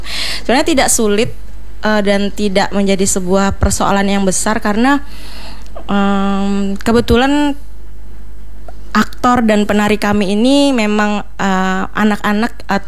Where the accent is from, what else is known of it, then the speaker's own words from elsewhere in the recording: Banjar, South Kalimantan, Indonesia; moved away; saya sebagai seorang pendatang ya, saya dari Banjar